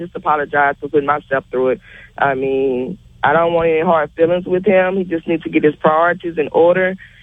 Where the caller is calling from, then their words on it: Long Beach, California, United States; I'm calling from Long Beach.